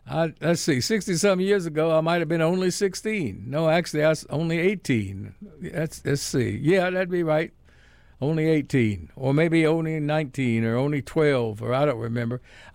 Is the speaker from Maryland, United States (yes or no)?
no; Norfolk, Virginia, United States; I recorded this interview with them in my hometown of Norfolk, Virginia.